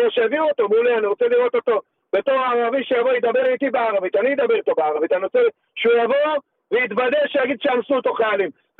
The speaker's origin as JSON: {"language": "Hebrew", "town": "Nahariya", "region": "Northern District", "country": "Israel", "tie": "born there", "also_born_or_lived": "Morocco", "said": "באנו, היינו ישר למעברות של נהריה, לפחונים"}